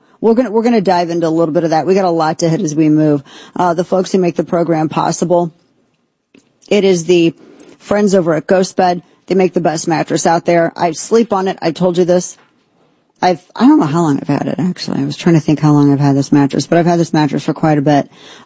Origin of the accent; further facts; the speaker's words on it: Missouri, United States; We got involved in that race because it's my home state.